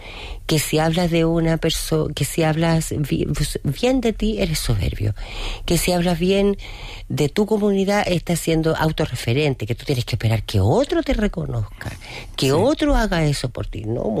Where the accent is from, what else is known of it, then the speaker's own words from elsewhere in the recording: Chile; habemos chilenos ricos, perdón, hay chilenos ricos y habemos chilenos pobres.